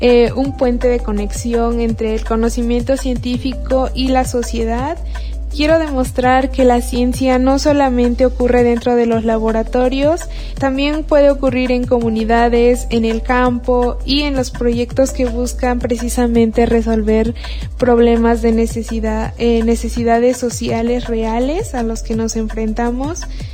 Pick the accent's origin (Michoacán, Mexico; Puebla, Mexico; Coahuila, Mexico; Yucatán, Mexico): Puebla, Mexico; San Pedro Tetitlán; vengo desde San Pedro Tetitlán, un pueblo perteneciente al municipio de San José Miahuatlán